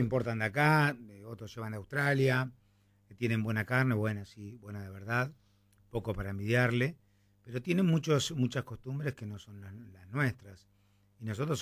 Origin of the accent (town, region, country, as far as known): Argentina